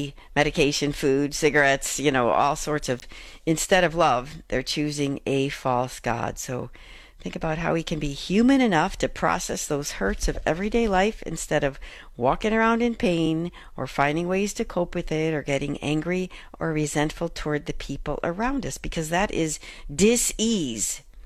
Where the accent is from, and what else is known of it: Chicago, Illinois, United States; born or raised there